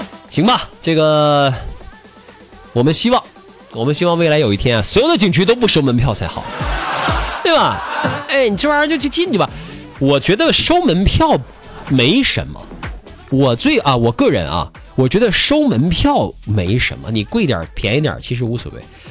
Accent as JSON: {"language": "Chinese", "town": "Changchun", "region": "Jilin", "country": "China", "said": "包括我们长春人本地人"}